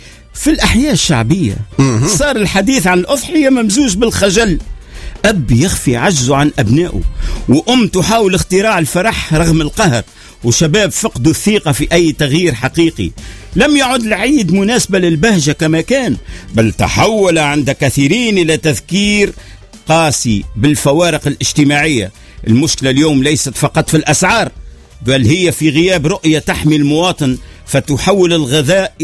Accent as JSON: {"language": "Arabic", "country": "Tunisia", "said": "في بلدنا تونس العزيز علينا"}